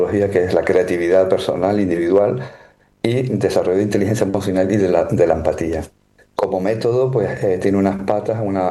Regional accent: Canary Islands, Spain; moved away; also born or lived in London; yo volví hace 5 años, soy un canario retornado

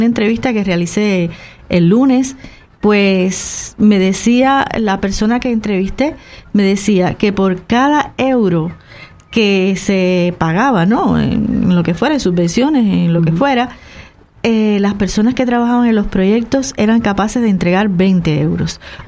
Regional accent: Cuba; now in Canary Islands, Spain; yo soy cubana.

